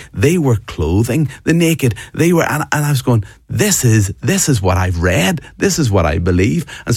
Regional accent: Ireland; you might get from my accent, I'm from Ireland, and a lot of my family are builders.

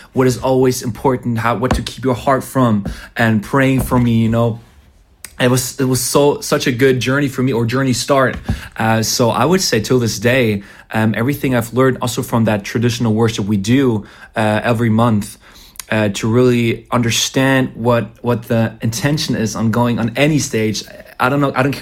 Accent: Munich, Bavaria, Germany; now in Mainz, Germany; I was born in Munich, but yeah, God put me here now

